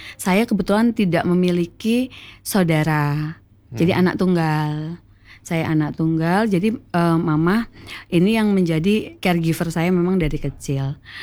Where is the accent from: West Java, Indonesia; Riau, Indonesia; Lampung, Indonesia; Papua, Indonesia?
West Java, Indonesia; Jadi kan setiap tahun tuh saya kan kebetulan dari Jawa Barat. Jadi kalau lebaran ke sana. Lebaran ke Jawa Barat.